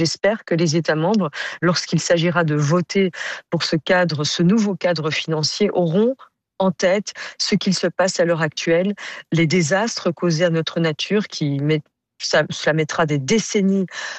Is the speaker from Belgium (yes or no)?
yes; Belgium; Et vous le savez sans doute, je suis belge.